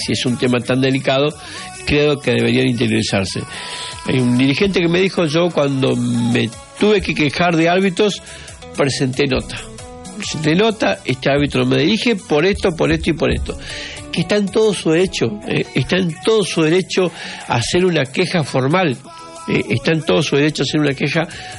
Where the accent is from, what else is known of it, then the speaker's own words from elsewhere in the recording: Avellaneda, Santa Fe, Argentina; somos todos de Avellaneda